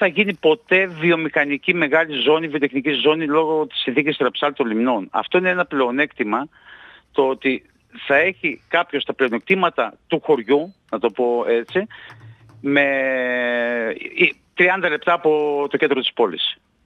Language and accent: Greek; Profitis, Central Macedonia, Greece; θα μιλήσω εγώ για το χωριό μου, για το δίκο μου.